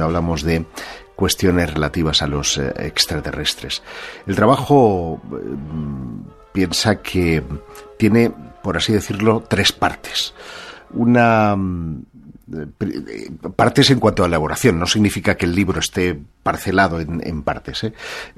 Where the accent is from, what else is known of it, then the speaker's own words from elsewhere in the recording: Terrassa, Catalonia, Spain; Mi ciudad natal.